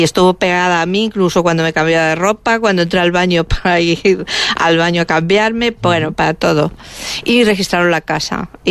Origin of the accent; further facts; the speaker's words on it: Spain; Además, yo soy también española, entonces